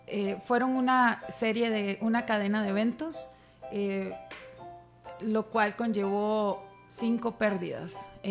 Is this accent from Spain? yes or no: no; Alajuela, Costa Rica; soy de Alajuela.